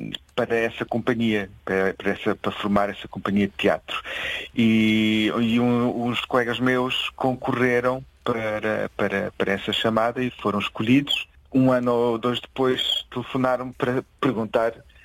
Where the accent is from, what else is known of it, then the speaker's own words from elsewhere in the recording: Covilhã, Centro, Portugal; also born or lived in Évora; Perto de Ceia, sou da zona da Beira Baixa, sou da Covilhã.